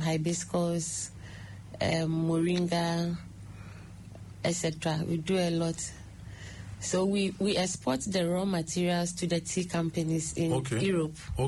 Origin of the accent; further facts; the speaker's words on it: Tema, Greater Accra, Ghana; I was born and bred in Tema